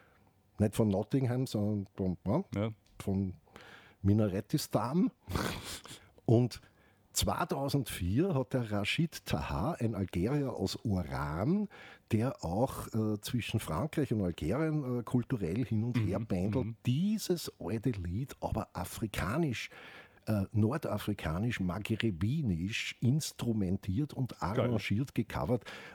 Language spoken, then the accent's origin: German; Austria; Österreich, wie wir zuerst gesagt haben, wir sind Österreicher.